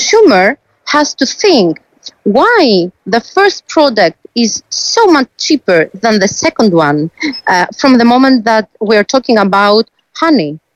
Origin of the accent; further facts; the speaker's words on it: Greece; English is a second language; I'm here, I'm coming from Greece and I'm here in Dublin